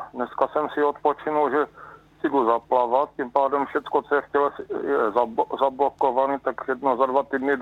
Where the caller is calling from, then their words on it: Olomouc, Olomouc Region, Czechia; No, já jsem Olomoučák